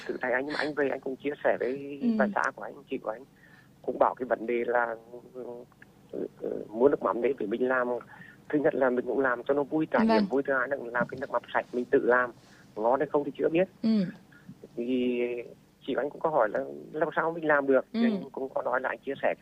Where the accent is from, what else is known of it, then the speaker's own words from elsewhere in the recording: Nghe region, Vietnam; mảnh đất quê hương xứ nghệ chúng ta.